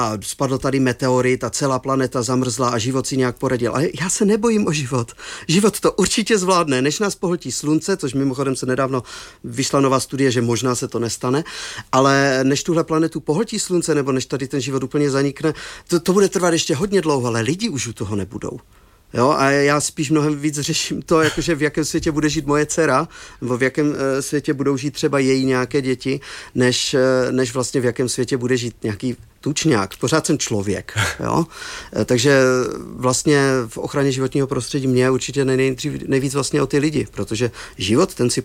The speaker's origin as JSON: {"language": "Czech", "region": "Moravian-Silesian Region", "country": "Czechia", "said": "Třeba právě u nás v Moravskoslezském kraji, kousek od Ostravy"}